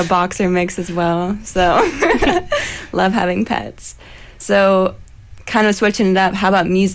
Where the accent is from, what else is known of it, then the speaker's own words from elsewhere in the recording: Hilliard, Ohio, United States; I'm from Hilliard, Ohio, which is like Columbus area.